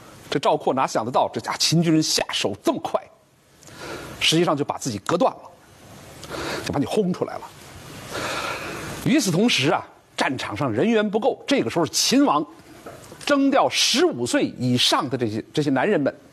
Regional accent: Beijing, China

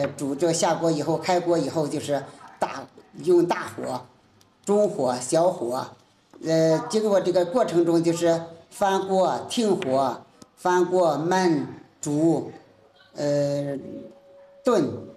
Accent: Dingzhou, Hebei, China; now in Zhangjiakou, China; 我是那河北定州人。

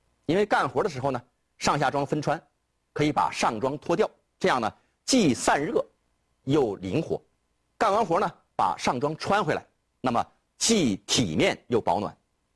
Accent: China; 我们中国人

